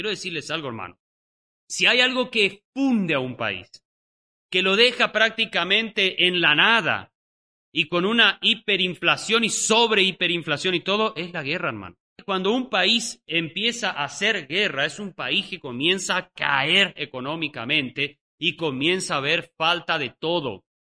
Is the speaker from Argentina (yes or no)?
yes; Argentina